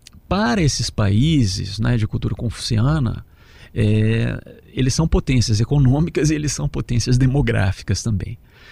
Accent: Brazil; Eu cresci no Brasil

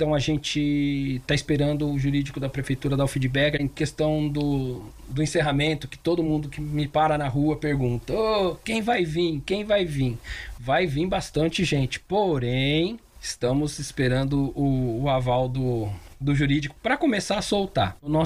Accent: Brazil; a gente é brasileiro

